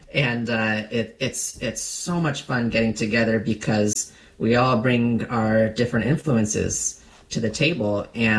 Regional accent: San Diego, California, United States; I'm from San Diego, California. Grew up here in the States

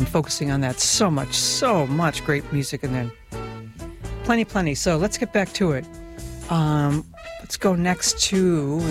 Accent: Michigan, United States; I'm from Michigan.

